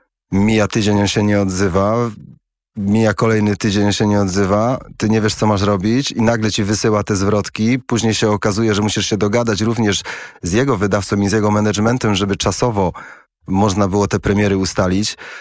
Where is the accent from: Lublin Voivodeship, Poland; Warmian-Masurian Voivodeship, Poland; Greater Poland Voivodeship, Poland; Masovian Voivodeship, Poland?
Greater Poland Voivodeship, Poland; Poznań; do mnie ludzie z Poznania, bo ja pochodzę z Poznania, ludzie, z którymi nie mam kontaktu od wielu lat, słyszą mnie w stacji radiowej